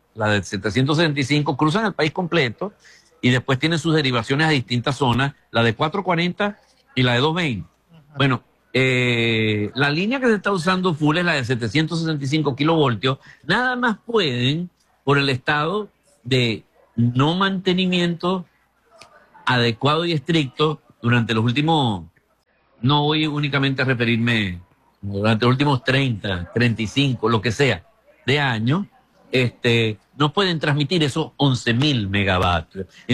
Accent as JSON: {"language": "Spanish", "country": "Venezuela"}